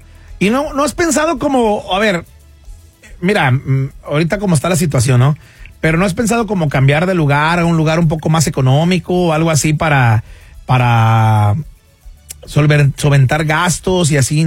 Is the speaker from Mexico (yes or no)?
yes; Mexico; Como hispanos o como mexicanos, yo me incluyo